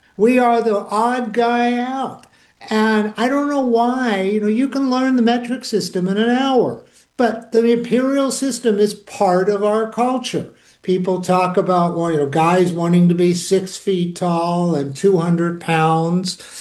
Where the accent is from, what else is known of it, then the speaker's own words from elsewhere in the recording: United States; growing up in America